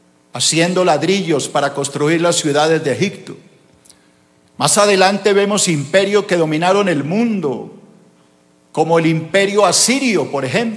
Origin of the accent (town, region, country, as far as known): Colombia; born there